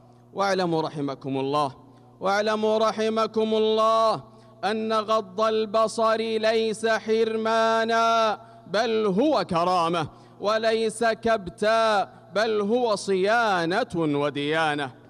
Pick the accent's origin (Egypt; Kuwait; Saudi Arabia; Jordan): Saudi Arabia